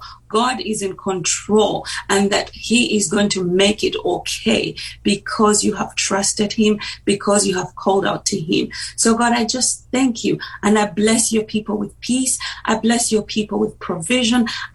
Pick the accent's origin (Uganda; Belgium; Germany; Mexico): Uganda; moved away as an adult; also born or lived in England; now in United States; Well, I went to law school back in my home country in Uganda. And when I got married, I moved to England, and eventually, as you pointed out, I moved to the US and moved to Alabama.